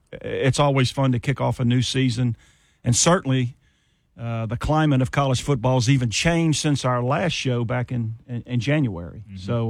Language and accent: English; Baton Rouge, Louisiana, United States; And I'm from Baton Rouge, you know. grew up in Baton Rouge, grew up a Tiger fan.